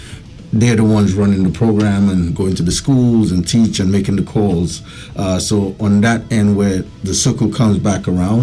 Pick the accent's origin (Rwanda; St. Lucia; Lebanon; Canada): St. Lucia; Dennery; moved away as an adult; now in New York, United States; I was born in St. Lucia. Yeah. From Denry, I went to RC Boys, and I also went to St. Mary's College.